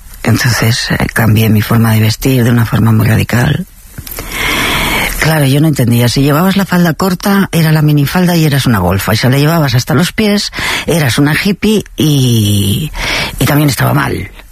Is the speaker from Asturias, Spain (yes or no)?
no; Barcelona, Catalonia, Spain; Uy, imagínate que yo soy de Barcelona y el primer acuario de España lo fundó mi abuelo.